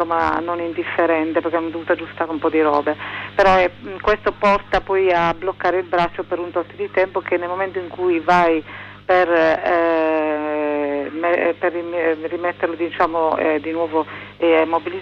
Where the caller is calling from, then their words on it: Brescia, Lombardy, Italy; da Brescia.